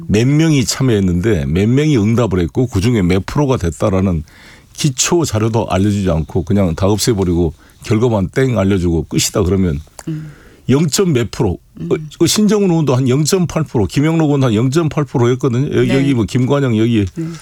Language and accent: Korean; Honam, South Korea; 첫 번째 박탈감이라는 것은 호남인들이 저도 호남 출신이지만 내려갈 때마다 이런 하소연을 해요.